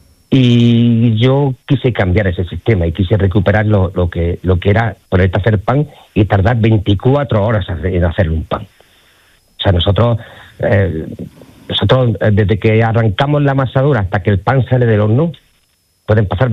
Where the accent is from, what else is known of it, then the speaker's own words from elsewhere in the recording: Andalusia, Spain; los andaluces no conseguimos el pan ácido. Entonces, los panaderos andaluces como tales siempre nos hemos reivindicado porque nuestros panes no sean agrios.